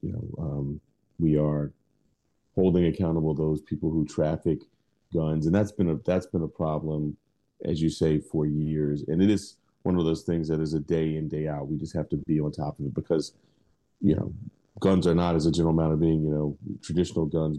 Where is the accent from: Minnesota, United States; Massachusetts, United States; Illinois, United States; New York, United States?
New York, United States; I grew up in Harlem, which is, been no stranger to gun violence